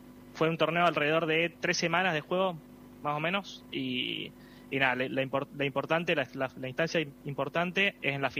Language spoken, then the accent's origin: Spanish; Jujuy, Argentina; also born or lived in Chubut; Yo nací en el sur de Argentina, soy de Chubut, pero viví la mayoría de mi vida en Jujuy.